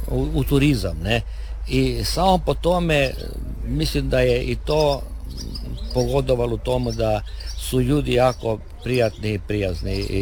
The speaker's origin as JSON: {"language": "Croatian", "town": "Brtonigla", "region": "Istria County", "country": "Croatia"}